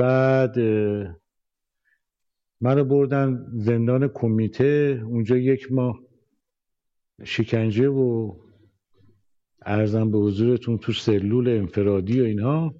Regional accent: Tehran, Tehran Province, Iran; born there; من در تهران به دنیا آمدم و در یه خانواده مذهبی و متوسط،

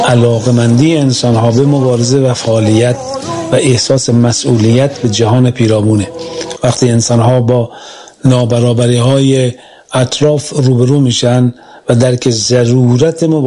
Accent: Semirom, Isfahan, Iran; من زاده سمیروم هستم، در میان کوهای زاگرس بزرگ شدم

